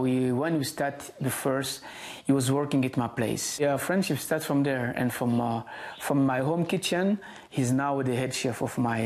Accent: Germany; I grew up in Germany, so sometimes I lose my passion very quickly.

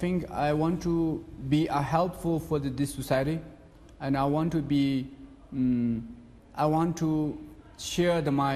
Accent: Tibet, China; I think number one is when I say I'm from Xizang, they will think like, wow, this is number one.

